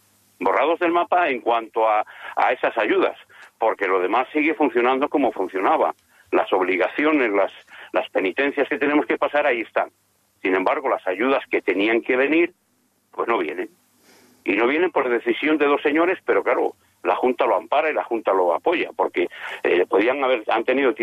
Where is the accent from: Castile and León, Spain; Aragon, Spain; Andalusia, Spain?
Castile and León, Spain; somos ciudadanos de Castilla y León